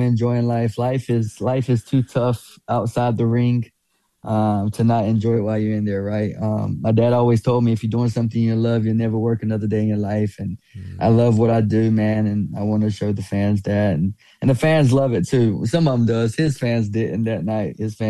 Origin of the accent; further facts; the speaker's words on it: Pembroke, North Carolina, United States; I grew up in Pembroke, North Carolina. It's pretty rough. It's still rough. You know, it's a place where everybody knows everybody.